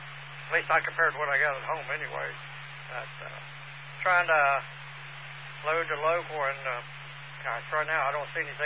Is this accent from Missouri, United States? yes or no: yes; Mexico, Missouri, United States; I'm from Mexico.